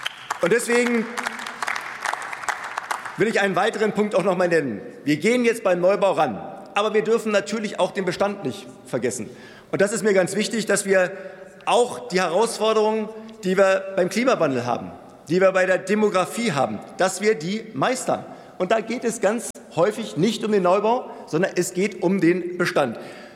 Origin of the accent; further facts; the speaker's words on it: Berlin, Germany; in meiner Heimatstadt in Berlin gibt es über 80 davon